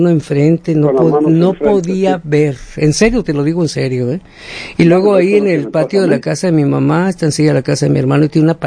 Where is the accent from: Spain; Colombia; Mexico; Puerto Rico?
Mexico; Hermosillo, Sonora; now in Washington, United States; Soy de Hermosillo, Sonora, México, ¿sí?